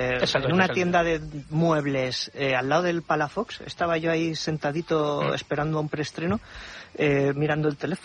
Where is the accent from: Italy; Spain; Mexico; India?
Spain; Aluche, Community of Madrid; soy de Aluche